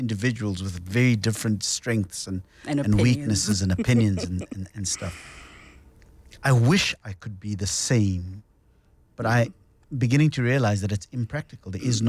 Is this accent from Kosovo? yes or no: no; Msinga, KwaZulu-Natal, South Africa; I am away from home. I'm originally from Kwamsinga, but I'm here for work.